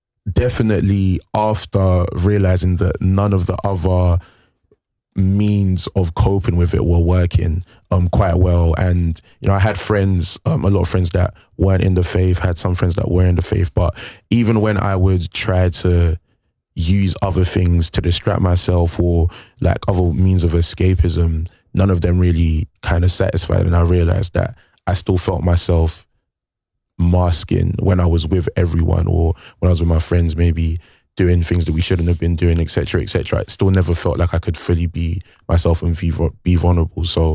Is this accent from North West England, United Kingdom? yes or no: no; London, United Kingdom; also born or lived in Nigeria; I was born in Nigeria. I lived there for 5 years. Then we came to London and kind of just moved all around South London for a bit, living still Southeast London around there.